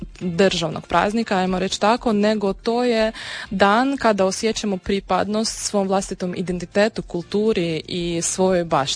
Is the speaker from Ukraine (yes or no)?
yes; Odesa, Odesa Oblast, Ukraine; Croatian is a second language; now in Pula, Croatia; Ja sam iz Odese, iz grada na Crnom moru i stvarno jednog predivnog grada. U sedmom koljenu sam odesitka, moja sedam puta prabaka čak je gradila taj grad, tako da sam baš iz onog jednog predivnog ukrajinskog grada.